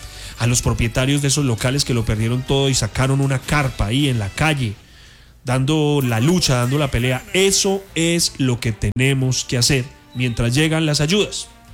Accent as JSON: {"language": "Spanish", "town": "Pereira", "region": "Risaralda", "country": "Colombia", "said": "nosotros los pereiranos"}